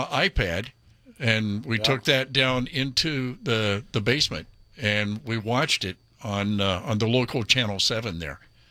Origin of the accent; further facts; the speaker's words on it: Midwest, United States; I grew up in the Midwest